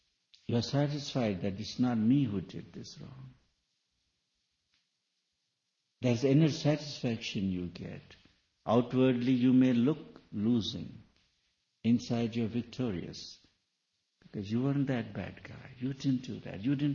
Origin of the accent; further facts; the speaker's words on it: India; because I'm from India